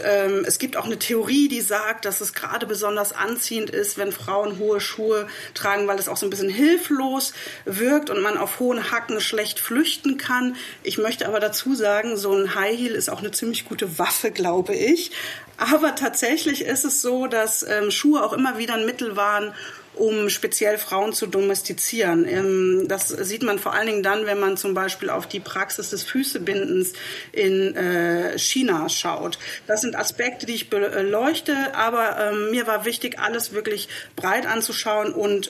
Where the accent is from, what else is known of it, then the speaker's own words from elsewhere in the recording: Leipzig, Saxony, Germany; und dann habe ich halt erstmal rund um meine Heimatstadt Leipzig recherchiert.